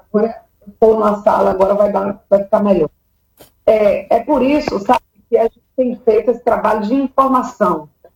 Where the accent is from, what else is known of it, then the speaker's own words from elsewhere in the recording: Eunápolis, Bahia, Brazil; born there; eu sou nascida em Eunápolis e quase nasci em Teixeira de Freitas, porque a minha mãe estava grávida e não podia sair de casa, e aí foi para Teixeira de Freitas visitar um tio meu.